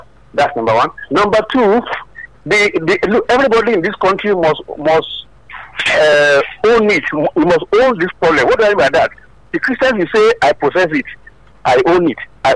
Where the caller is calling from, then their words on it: Lusada, Ogun, Nigeria; I'm from Lusada.